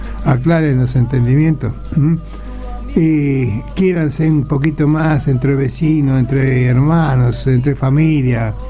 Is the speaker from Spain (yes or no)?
no; Argentina; Somos todos argentinos